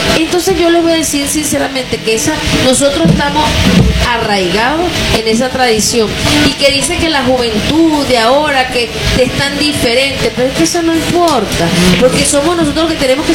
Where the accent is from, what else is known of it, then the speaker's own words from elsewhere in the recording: Venezuela; Y nosotros como venezolanos tenemos esas tradiciones arraigadas en nuestro ser.